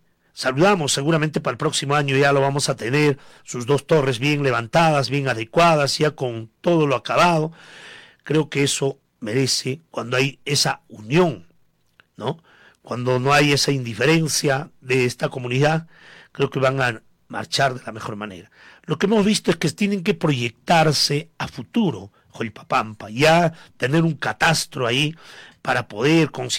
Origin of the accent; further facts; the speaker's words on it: Coracora, Ayacucho, Peru; El saludo desde nuestra tierra Coracora